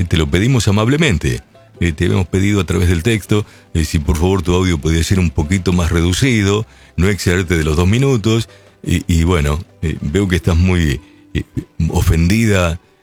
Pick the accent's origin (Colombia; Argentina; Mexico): Argentina; Lincoln, Buenos Aires Province; sigue siendo así mi ciudad de Lincoln.